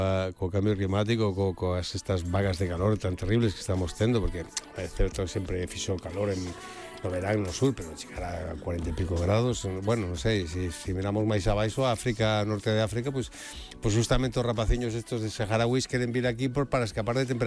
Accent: Galicia, Spain; pues, fíjese, nos vimos de Galicia, que sempre temos a fama en Santiago de que chove moito

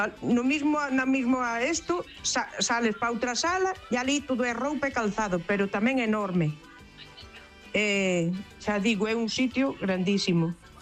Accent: Maceda, Galicia, Spain; de Maceda. Pois aquí en Maceda hai tamén un bazar chino.

